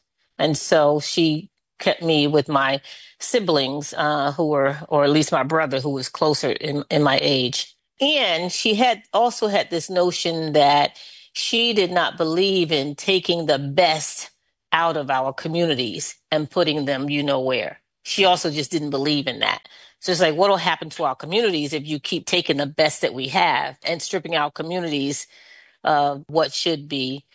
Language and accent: English; Philadelphia, Pennsylvania, United States; So growing up in Philly was interesting. I was the youngest of seven.